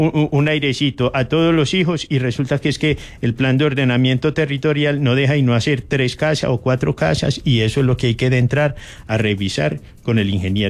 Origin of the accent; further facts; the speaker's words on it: Colombia; Sabemos que somos colombianos descuidados, despalomados.